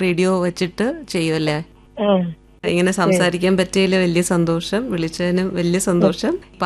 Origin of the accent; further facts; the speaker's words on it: Thiruvananthapuram, Kerala, India; Home town Trivandrum ആണ്.